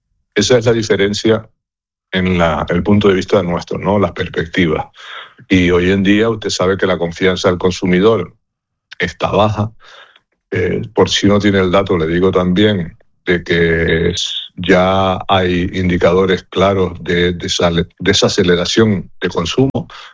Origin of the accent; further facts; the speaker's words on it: Canary Islands, Spain; somos el destino europeo más lejano prácticamente que hay